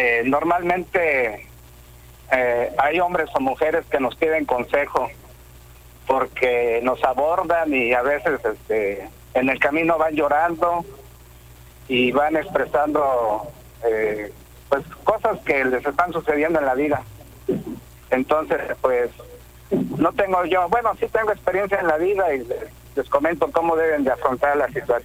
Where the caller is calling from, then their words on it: Cancún, Quintana Roo, Mexico; Acabo de cumplir también 33 años de servidor de taxi aquí en Cancún.